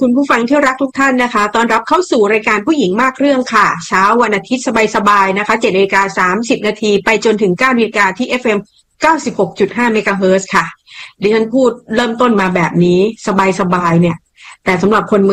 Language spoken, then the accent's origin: Thai; Bangkok, Thailand; เราคือคนกรุงเทพที่เราก็ดูหน้าจอแล้วเราก็ส่งกำลังใจนะ